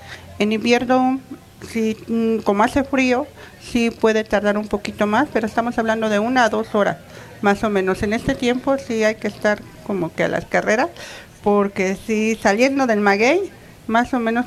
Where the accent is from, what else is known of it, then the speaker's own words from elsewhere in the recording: San Martín Aguatepec, State of Mexico, Mexico; De la localidad de San Martín, Aguatepec.